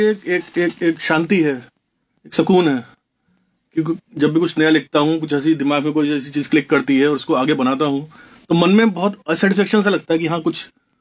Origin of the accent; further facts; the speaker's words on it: Moradabad, Uttar Pradesh, India; मुरादाबाद का निवासी हूँ, आप छोटे से मोहल्ले चंद्रनगर का